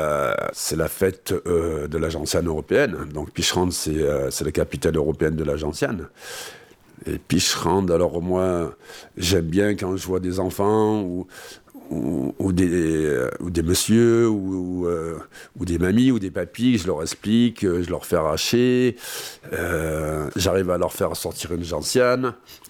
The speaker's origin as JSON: {"language": "French", "region": "Auvergne-Rhône-Alpes", "country": "France", "said": "Je ne me lâche jamais de toutes les vallées du Cantal. On a la chance dans le Cantal d'avoir des belles montagnes, des beaux endroits, des cascades, la nature est très belle. On voit des mouflons, des marmottes."}